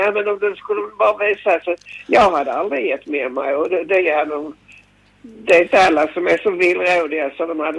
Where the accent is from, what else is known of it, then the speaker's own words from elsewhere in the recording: Skåne, Sweden; accent: Scanian; Nej, vi är svenskar. Men med skånsk dialekt.